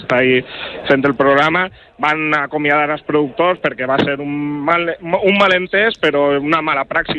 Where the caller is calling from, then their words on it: Valencian Community, Spain; Des de l'Horta Nord és que som xafarders i ben marujos.